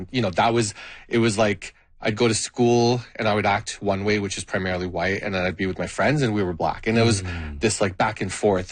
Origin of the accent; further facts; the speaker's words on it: Canada; born there; first language Gujarati; English is a second language; That's my mother tongue. Even though I'm born in Canada, my first language was Gujarati.